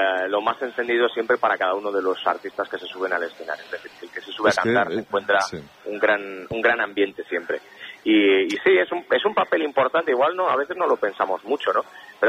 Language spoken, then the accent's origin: Spanish; El Bierzo, Castile and León, Spain; botillo del Bierzo, de mi tierra